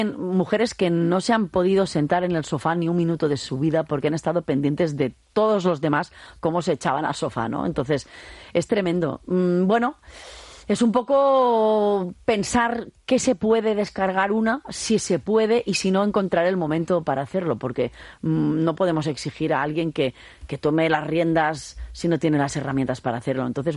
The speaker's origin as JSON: {"language": "Spanish", "country": "Spain"}